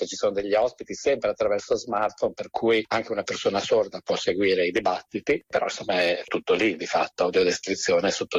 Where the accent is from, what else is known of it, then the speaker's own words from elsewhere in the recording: Udine, Friuli-Venezia Giulia, Italy; Udine è la mia città d'origine, è anche quella che insomma ha creduto nel progetto fin dall'origine.